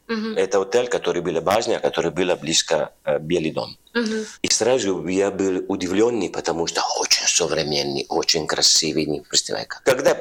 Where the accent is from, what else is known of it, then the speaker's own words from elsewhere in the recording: Turin, Piedmont, Italy; Russian is a second language; now in Russia; Италия. Турине – это столица. Район Пьемонте. Пьемонте – это на север-запад, почти на границе Франции.